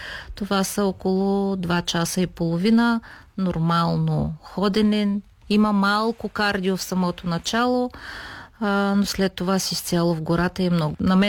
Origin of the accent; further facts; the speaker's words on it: Shumen, Shumen Province, Bulgaria; аз съм родена в Шумен, израснала съм тук.